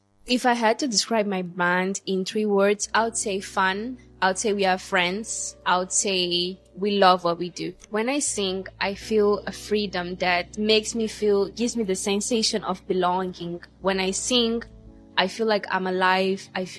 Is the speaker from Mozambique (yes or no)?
yes; Mozambique; now in Warsaw, Poland